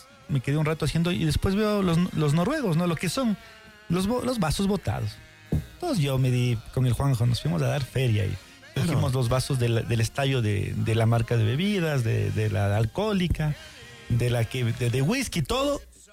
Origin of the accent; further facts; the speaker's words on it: Ecuador; como somos los ecuatorianos